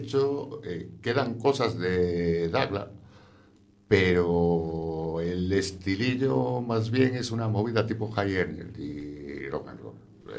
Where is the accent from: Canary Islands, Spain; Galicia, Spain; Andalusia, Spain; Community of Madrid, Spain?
Galicia, Spain; Ourense; Sí, yo soy de Ourense. En ese capital, Vigo sucursal.